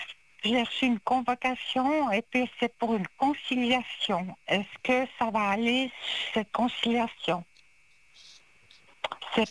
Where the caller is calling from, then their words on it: Switzerland; chez nous, en Suisse, il fait froid.